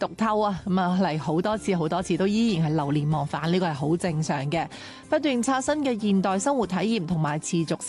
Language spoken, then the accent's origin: Chinese; China; 我们中国人的开放友好